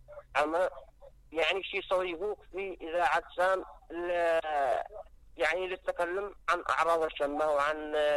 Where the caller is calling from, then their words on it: Yarim, Ibb, Yemen; أنا من يريم.